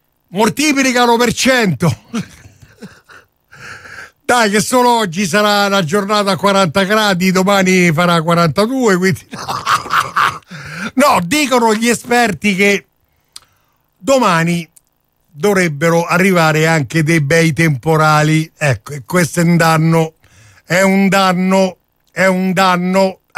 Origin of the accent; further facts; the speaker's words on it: Colleferro, Lazio, Italy; Ti ascolto da Colleferro. Mi fa piacere, è il mio paese